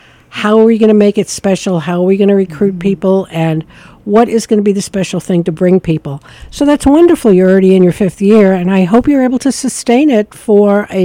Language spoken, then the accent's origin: English; New York, United States; now in Savannah, United States; you can tell I'm not from Savannah. I'm from upstate New York.